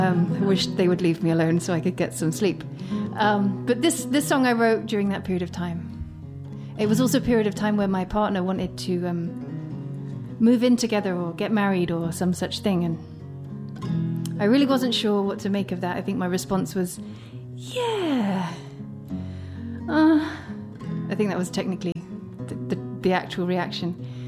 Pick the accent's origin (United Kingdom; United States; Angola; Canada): United Kingdom; South East England; accent: British; moved away as an adult; also born or lived in East London; this is from where I think of as my hometown. This is East London. I actually grew up on the South Coast, and that's where I was a busker for many, many years. And then I moved to London, and I moved onto a riverboat where I lived for 15 years, five of which I had no electricity and no heating.